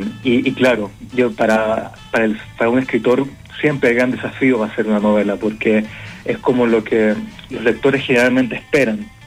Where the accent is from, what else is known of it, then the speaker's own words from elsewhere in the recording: Antofagasta, Chile; moved away as an adult; que es mi ciudad natal. Crecí en Antofagasta, soy antofagastino, estudié en Antofagasta básica y educación media.